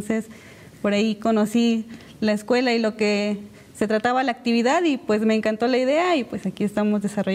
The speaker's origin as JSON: {"language": "Spanish", "town": "Teziutlán", "region": "Puebla", "country": "Mexico", "said": "yo soy del estado de Veracruz, específicamente del municipio de Teciutlán, Puebla."}